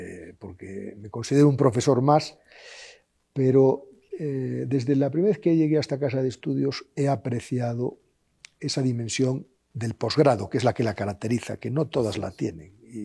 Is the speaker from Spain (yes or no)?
yes; A Coruña, Galicia, Spain; Salvador de Madariaga, que es un coruñés de mi tierra